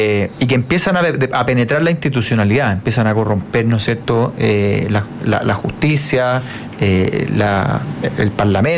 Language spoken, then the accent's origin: Spanish; Chile; esto yo en mi país no lo voy a aguantar.